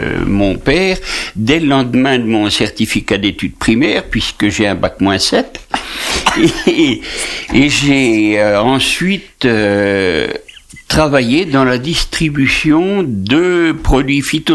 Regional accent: Bué, Centre-Val de Loire, France; Je suis né en 1947, j'allais dire à l'ombre d'un pied de vigne, mais au mois de février, il n'y a pas beaucoup d'ombre, dans un petit village qui s'appelle Bué. Bué, c'est un hameau, c'est un petit, une petite commune du canton de Sancerre.

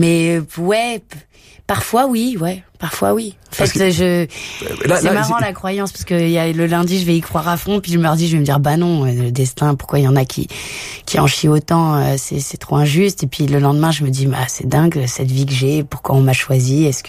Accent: Avignon, Provence-Alpes-Côte d'Azur, France; also born or lived in Nîmes / La Rochelle; ma mère est Charente-Maritime, donc ils avaient envie, ils se sont dit, allez, on bouge du sud, et puis en fait, ça n'a pas tenu du tout. Ils sont redescendus, donc j'ai grandi à Avignon

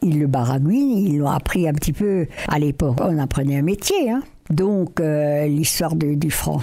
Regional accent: Grand Est, France; Je suis Alsacienne, point.

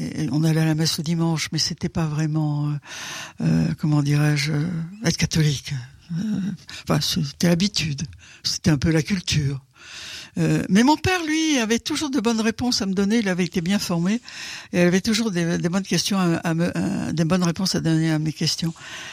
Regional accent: Centre-Val de Loire, France; born there; Je suis une femme … Je suis née dans le Berry, au centre de la France, dans une famille catholique.

